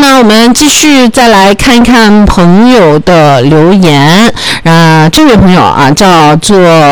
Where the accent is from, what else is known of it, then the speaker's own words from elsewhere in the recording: Xinjiang, China; 我们新疆人俗称的杏子